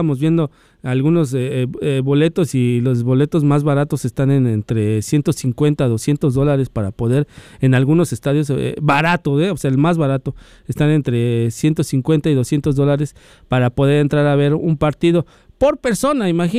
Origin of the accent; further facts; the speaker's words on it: Mexico City, Mexico; como mexicano y futbolero, pues obviamente, ¿no? Soy de la Ciudad de México